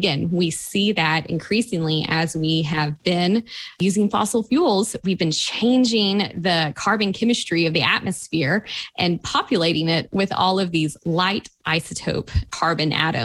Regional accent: Tennessee, United States; growing up in East Tennessee

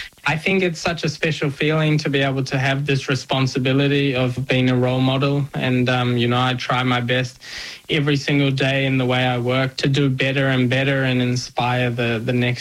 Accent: New Zealand; born there; obviously I was born in New Zealand, but I come from Indian background with Punjabi parents.

